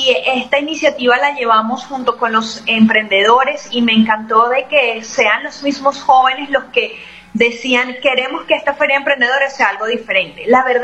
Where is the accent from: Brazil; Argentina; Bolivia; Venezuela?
Venezuela